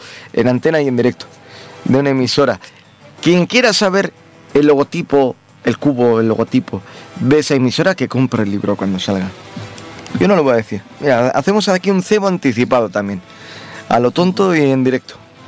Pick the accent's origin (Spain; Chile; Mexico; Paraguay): Spain; Vitoria-Gasteiz, Basque Country; hay sitios como mi ciudad, yo soy de Vitoria, no está en Vitoria.